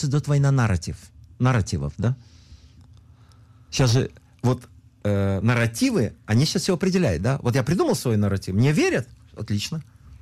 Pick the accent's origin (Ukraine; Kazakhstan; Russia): Ukraine; Lviv, Lviv Oblast; born there; moved away; Я приехал из Советского Союза, из города Львова, там я родился.